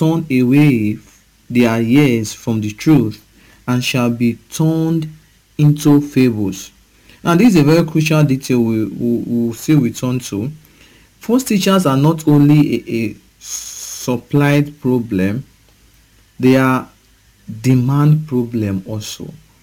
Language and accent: English; Nigeria; as a Nigerian person